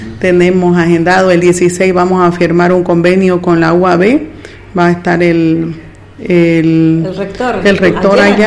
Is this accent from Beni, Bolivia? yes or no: yes; Santa Rosa, Beni, Bolivia; Nosotros somos Pampas del Yacuma, Santa Rosa es Pampas del Yacuma.